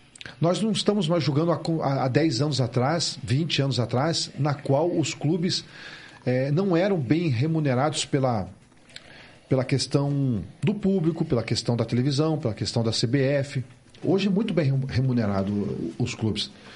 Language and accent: Portuguese; Curitiba, Paraná, Brazil; a gente é daqui de Curitiba